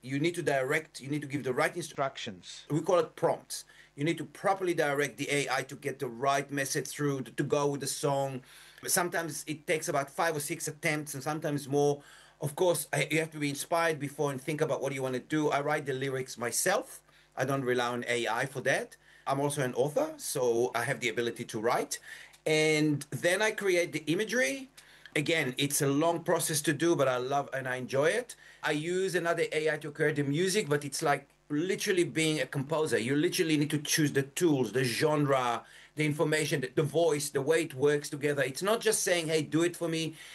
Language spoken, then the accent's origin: English; Yad Mordechai, Southern District, Israel; born or raised there